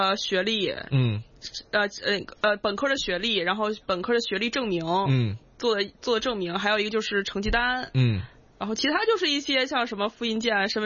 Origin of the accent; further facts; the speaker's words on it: China; now in Canada; 就比较符合我们中国人的口味。